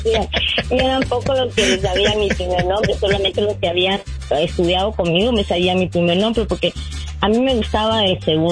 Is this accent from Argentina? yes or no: no; Guatemala; moved away; Así decimos en Guate, ¿verdad?